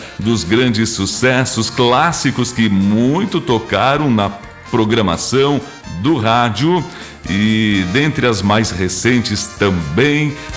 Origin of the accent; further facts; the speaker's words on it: Ibarama, Rio Grande do Sul, Brazil; moved away; lá de Ibarama, portanto, minha terra natal